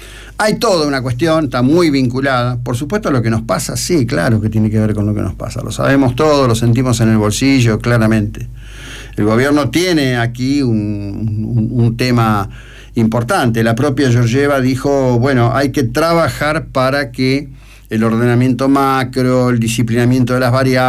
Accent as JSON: {"language": "Spanish", "town": "Mar del Plata", "region": "Buenos Aires Province", "country": "Argentina", "said": "vivimos en Mar del Plata, somos de Mar del Plata"}